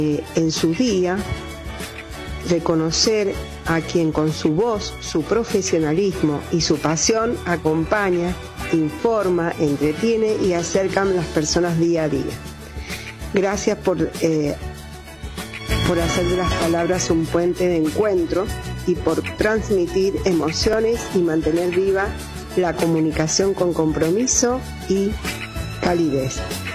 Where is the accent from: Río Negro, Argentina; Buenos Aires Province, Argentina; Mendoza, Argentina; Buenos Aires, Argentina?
Mendoza, Argentina; Guaymallén; de San José, Guaymallén.